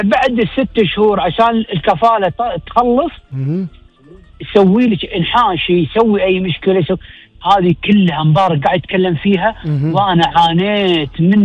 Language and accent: Arabic; Kuwait; إحنا كويتيين نعتبر عائلة واحدة